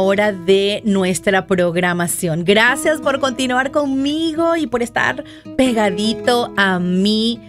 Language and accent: Spanish; Venezuela; mi país, en Venezuela